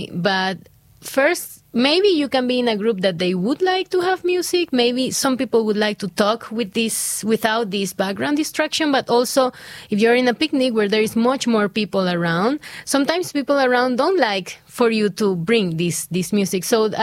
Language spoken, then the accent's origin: English; Ecuador; moved away as an adult; now in Budapest, Hungary; Budapest is kind of a silent in comparison with my hometown, silent city.